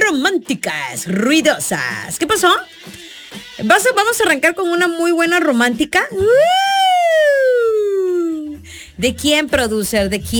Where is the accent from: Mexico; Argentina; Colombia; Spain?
Mexico